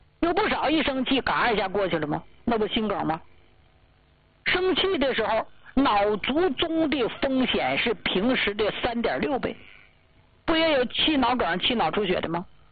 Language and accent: Chinese; Jilin, China; 咱们家乡吉林的一个老张大姐